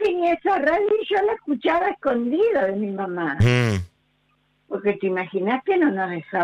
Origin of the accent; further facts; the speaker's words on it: Chaco, Argentina; moved away; Yo soy chaqueña.